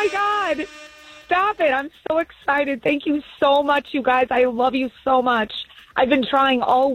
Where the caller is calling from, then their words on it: Elmhurst, Illinois, United States; I'm calling in from Elmhurst